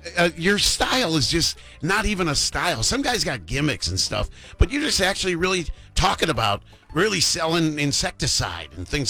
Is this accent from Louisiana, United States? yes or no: no; Chicago, Illinois, United States; moved away as an adult; also born or lived in Oklahoma / Tulsa, Oklahoma; I grew up in Chicago, but I was actually born as a little kid, baby, in Oklahoma.